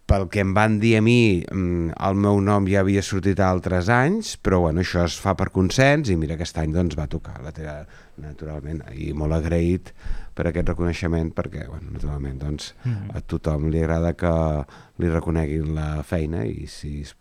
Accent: Mataró, Catalonia, Spain; jo sóc de Mataró

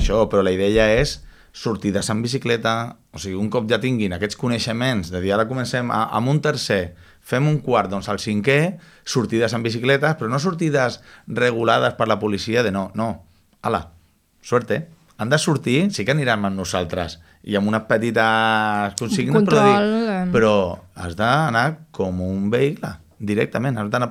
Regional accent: Granollers, Catalonia, Spain; Perquè jo soc de Granollers

